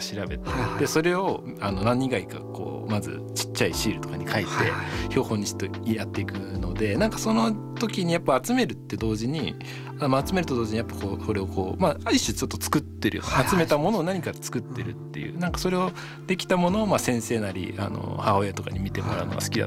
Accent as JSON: {"language": "Japanese", "town": "Fujisawa", "region": "Kanagawa", "country": "Japan", "said": "で、僕神奈川県の藤沢市出身で、"}